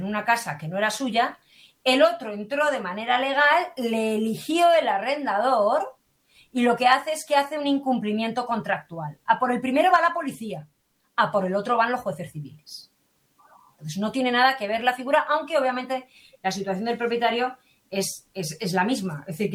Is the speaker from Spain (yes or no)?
yes; Madrid, Community of Madrid, Spain; No, soy de Madrid, así que de valenciana nada, yo soy más madrileña.